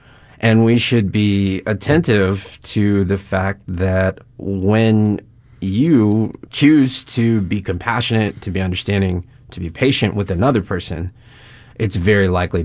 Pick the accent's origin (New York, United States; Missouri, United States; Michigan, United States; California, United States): Missouri, United States; St. Louis; born or raised there